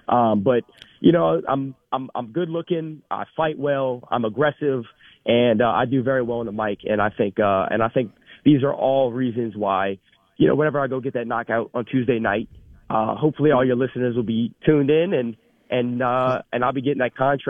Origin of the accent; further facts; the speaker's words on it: New Orleans, Louisiana, United States; born and raised in New Orleans, and I'm still training and fighting there. I have no plans on moving.